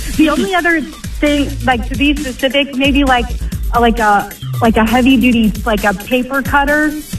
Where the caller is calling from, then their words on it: Lumberport, West Virginia, United States; Lumberport.